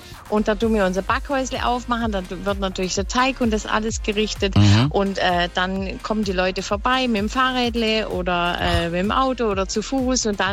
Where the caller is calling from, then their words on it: Donaueschingen, Baden-Württemberg, Germany; Ich komme aus dem Ort Heidenhofen. Das liegt bei Donaueschingen. Wir haben in Donaueschingen 7 Ortsteile und wir sind die kleinste Ortsgemeinde.